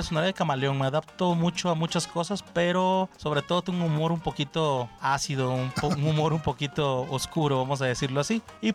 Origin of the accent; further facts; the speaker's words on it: Veracruz, Mexico; como buen jarocho, pues somos amantes de la salsa